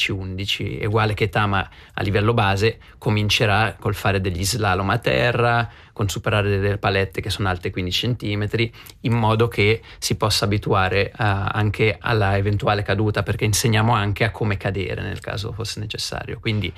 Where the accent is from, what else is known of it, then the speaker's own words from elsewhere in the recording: Biasca, Ticino, Switzerland; sono di Biasca